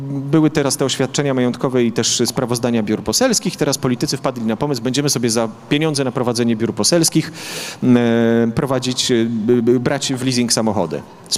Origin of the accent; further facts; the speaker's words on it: Podlaskie Voivodeship, Poland